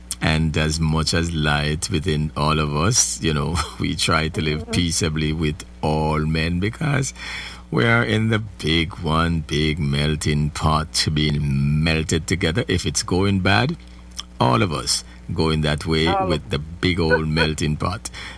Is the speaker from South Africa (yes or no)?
no; Jamaica; now in United States; how many of us knew growing up in Jamaica, that's our native land, right, how many of us knew that we would be here in America